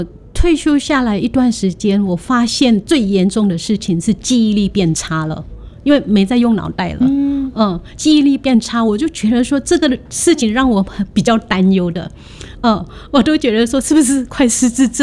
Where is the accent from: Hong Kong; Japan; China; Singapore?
Japan; Chinese is a second language; now in Taiwan; 那听众可能不知道漆艺就是我们日本人最喜欢用的漆具，是很漂亮的